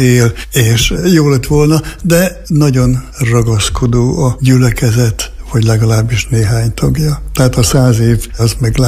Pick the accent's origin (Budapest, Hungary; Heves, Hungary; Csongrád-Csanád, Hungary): Csongrád-Csanád, Hungary; Szentes; born there; moved away as an adult; also born or lived in Szatmár